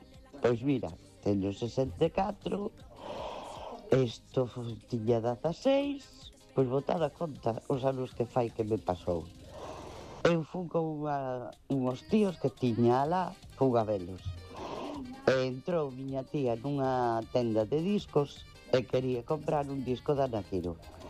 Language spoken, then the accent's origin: Galician; Ferrol, Galicia, Spain; de Ferrol, sí, outra vez.